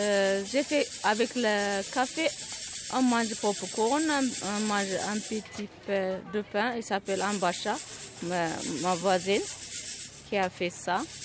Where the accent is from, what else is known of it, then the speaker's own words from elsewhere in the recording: Ethiopia; moved away; Je suis venue d'Éthiopie, J'habite ici à La Panos.